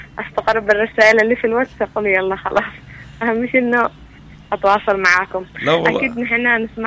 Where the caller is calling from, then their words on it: Taiz, Taiz Governorate, Yemen; نحن من عاد احنا صغر نحتفل بالمولد، وبالذات يعني عندنا بتعز